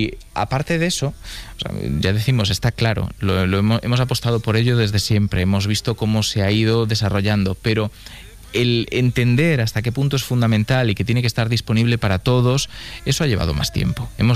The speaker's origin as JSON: {"language": "Spanish", "region": "Galicia", "country": "Spain"}